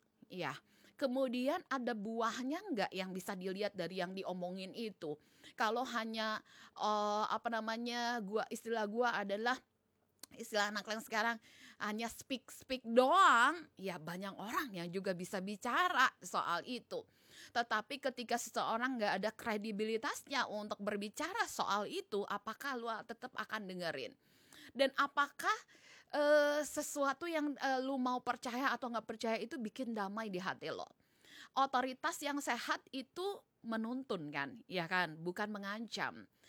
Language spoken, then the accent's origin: Indonesian; North Sumatra, Indonesia; Kalau di kampung aku di Sumut sama di Jakarta, di kampung aku masih lebih dipercaya tetua, tokoh adat, tokoh agama